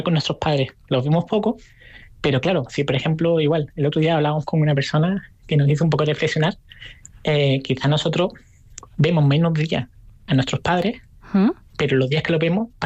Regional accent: Málaga, Andalusia, Spain; moved away as an adult; yo me fui, claro, bien jovencito de Málaga, me fui con apenas 20 años, no he vuelto a vivir en Málaga

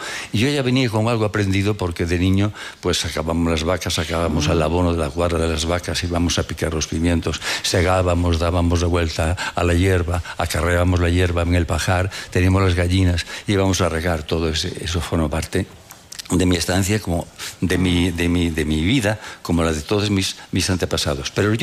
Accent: Castile and León, Spain; Porque Castilla, yo soy enamorado de Castilla, pero a mí, amigo, El Bierzo, el río Sil, donde aprendiste a nadar, aquel clima, aquellas nieblas y aquellos mon

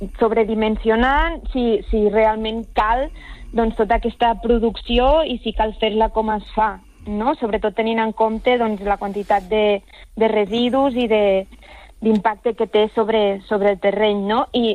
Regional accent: Catalonia, Spain; la Segarra, que és d'on jo sóc filla

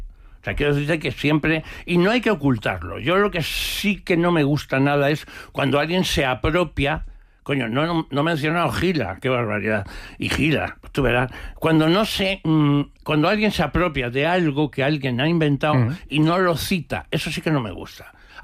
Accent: Brazatortas, Castilla-La Mancha, Spain; nosotros, que somos naturales de Brazatorta, provincia de Ciudad Real, menos mi hermanilla, que nació en Puerto Llano

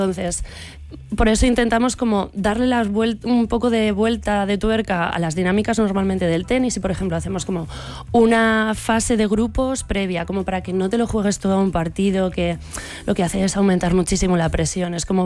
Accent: Zaragoza, Aragon, Spain; now in Madrid, Spain; yo soy de Zaragoza.

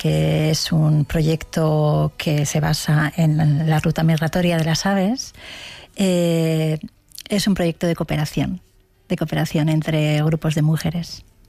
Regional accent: Jaca, Aragon, Spain; moved away as an adult; now in Småland, Sweden; soy natural de Jaca y hace 15 años pues emprendimos una aventura con mi marido y mis tres hijos y nos fuimos a vivir a una región de Suecia que está en el sur, que se llama Småland.

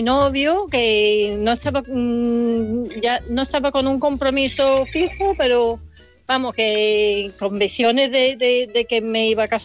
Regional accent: South West England, United Kingdom; Spanish is a second language; Yo soy de Gloucestershire. Eso, no sé, vamos, bueno, para explicarlo fácilmente a la gente. Mitad de entre Birmingham y Bristol.

